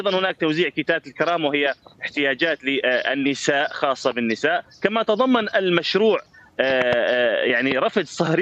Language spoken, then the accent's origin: Arabic; Deir ez-Zor, Deir ez-Zor Governorate, Syria; طبعا عندنا في دير الزور